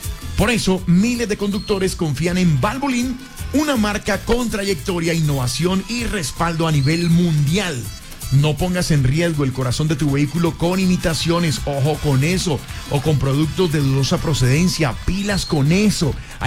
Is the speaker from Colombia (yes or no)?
yes; Colombia; Lo que nos identifica a nosotros como colombianos, el amarillo.